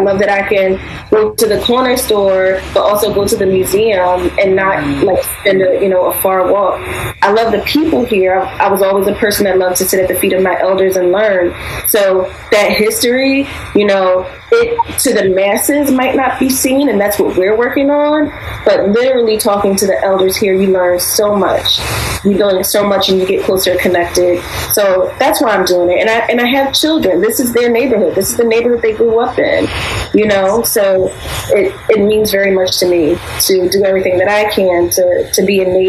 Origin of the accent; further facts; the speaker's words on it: Philadelphia, Pennsylvania, United States; I lived in a lot of different neighborhoods in North Philly growing up. And I made Brewerytown Sharswood my home almost 14 years ago.